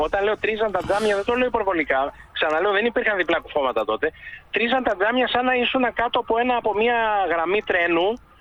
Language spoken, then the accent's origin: Greek; Athens, Attica, Greece; Κοίτα, είναι 2 στενά, είμαι πίσω από τη Γαδά ουσιαστικά, Πανόρμο και Αλεξάνδρας.